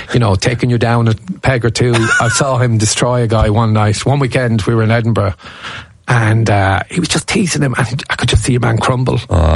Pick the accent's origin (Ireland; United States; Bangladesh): Ireland; They have to know I'm Irish.